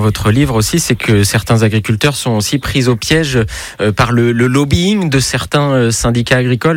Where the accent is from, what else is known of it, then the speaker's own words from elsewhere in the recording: Centre-Val de Loire, France; chez nous dans le Berry